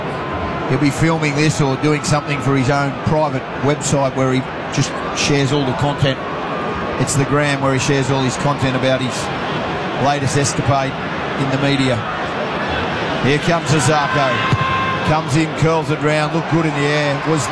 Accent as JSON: {"language": "English", "region": "Queensland", "country": "Australia", "said": "No, I'm not, mate. No, I'm a proud Queensland, mate. So. I'm a proud Queensland."}